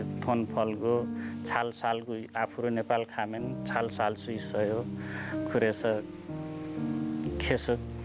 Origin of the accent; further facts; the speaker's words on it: Nepal; moved away; 나는 네팔 네팔 사람